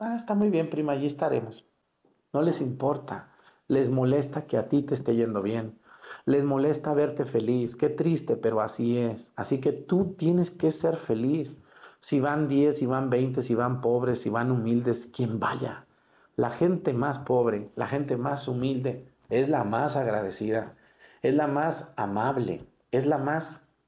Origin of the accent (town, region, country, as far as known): Mexticacán, Jalisco, Mexico; born there